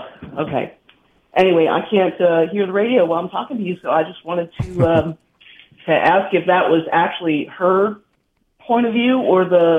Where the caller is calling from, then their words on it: Bethesda, Maryland, United States; I'm calling from Bethesda, Maryland.